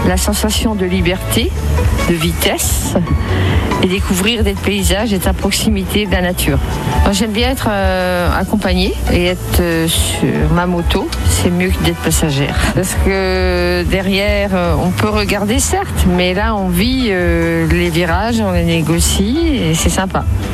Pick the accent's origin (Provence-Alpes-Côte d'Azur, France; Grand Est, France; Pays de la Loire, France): Pays de la Loire, France; je viens de la Sarthe.